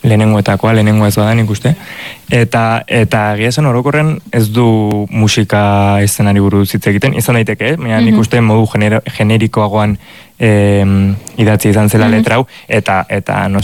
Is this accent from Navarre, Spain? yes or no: yes; Pamplona, Navarre, Spain; Iruñeko aldezarrekoa garen bakarrak eitan eta biok.